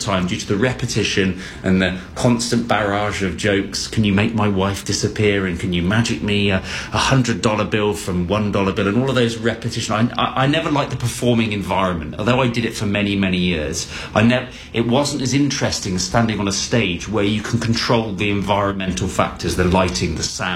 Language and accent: English; United Kingdom